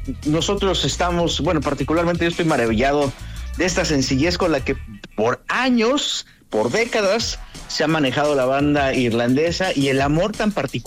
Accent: Mexico; que tenemos como mexicanos

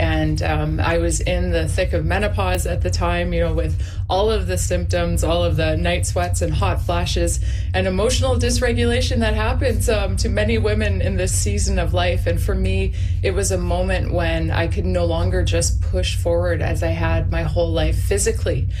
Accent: Winnipeg, Manitoba, Canada; moved away; My roots are forever planted in prairie soil and my hometown of Winnipeg.

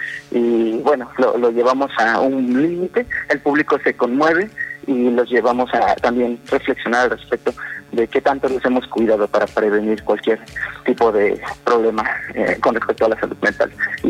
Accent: Mexico; Y normalmente estamos acostumbrados los mexicanos como gallitos, ¿no?

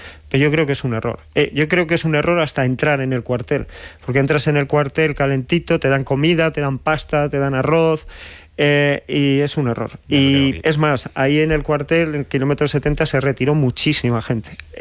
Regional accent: Coín, Andalusia, Spain; mi pueblo, Coín, está a 80 kilómetros de Ronda.

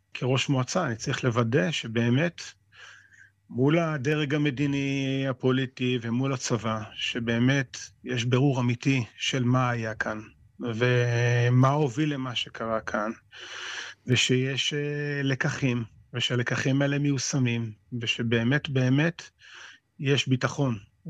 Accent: Kfar Aza, Southern District, Israel; אני בן כפר עזה, נולדתי בכפר עזה. ההורים שלי היו ממקימי הקיבוץ. זה השורשים שלי.

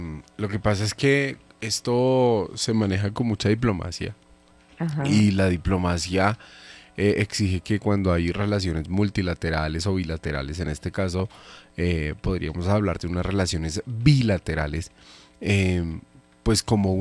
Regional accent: Colombia; nosotros como colombianos no la necesitamos para entrar a la Unión Europea

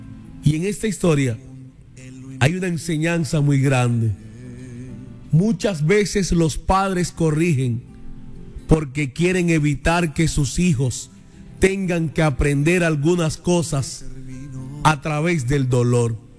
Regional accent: Arjona, Bolívar, Colombia; En el sector donde yo crecí, en Arjona, en la calle Lomba

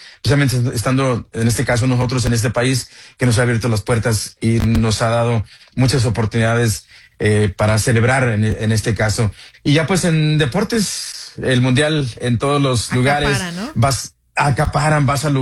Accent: Mexico; fíjate que nosotros como mexicanos, como la gente latina, apoyando a los equipos latinos todo el tiempo

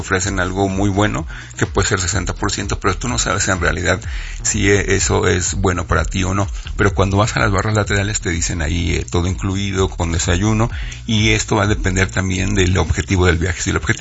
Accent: Mexico; somos estos mexicanos

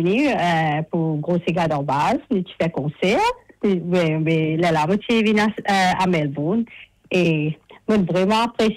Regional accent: Mauritius; moved away as an adult; now in Sydney, Australia; À Maurice, moi, j'habite à Roseville, plus précisément, parti Stanley.

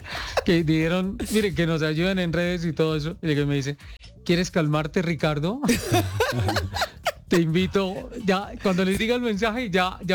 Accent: Colombia; que somos los colombianos

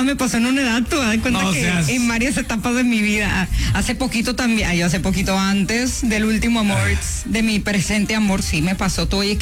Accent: China, Nuevo León, Mexico; Soy originaria de China, Nuevo León.

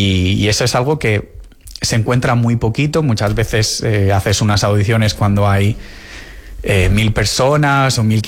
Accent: Ibiza, Balearic Islands, Spain; now in London, United Kingdom; Yo soy vilero, yo soy de Vila.

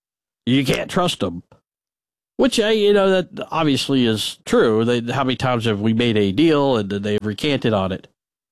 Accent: Pelham, Alabama, United States; I grew up in Shelby County, in Pelham, went to Pelham High School, graduated in 1994, and I know the area pretty well, lived there off and on throughout times in my life.

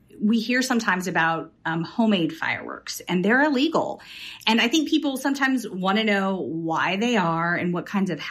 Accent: Illinois, United States; also born or lived in Missouri; Because I grew up in Illinois, I grew up in Missouri, I've seen a few tents in my time

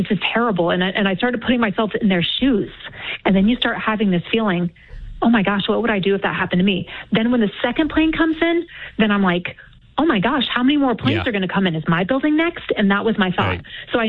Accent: Texas, United States; So I'm from Texas.

